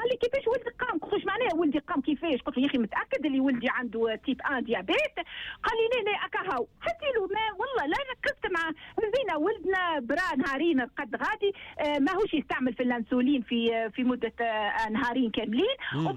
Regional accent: Tunisia; now in England, United Kingdom; راجلي انجليزي وانا تونسيه وراجلي اسلم وعايشين.

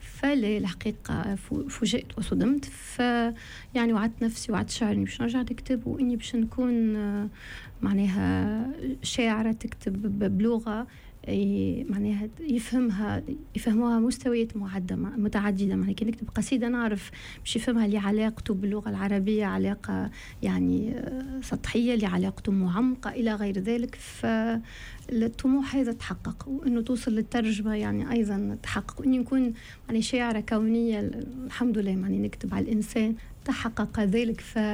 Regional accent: Tunisia; وانا طفله صغيره ما مانيش في سوسه، يعني وقتها في مدينتي في قصر سيف

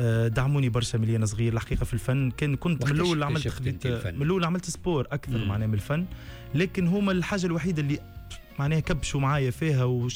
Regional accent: Tunis, Tunis Governorate, Tunisia; also born or lived in Djerba / Gafsa; مولود في تونس وعايش في تونس، بين جربه وتونس الاكثر.

